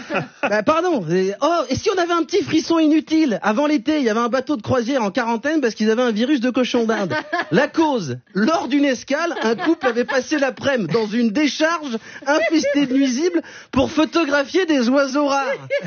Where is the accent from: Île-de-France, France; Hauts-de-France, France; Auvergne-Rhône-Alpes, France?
Auvergne-Rhône-Alpes, France; Vaulx-en-Velin; born there; moi je suis né à Vaux-en-Velin, l'escape game il a commencé à ma naissance, j'y suis encore.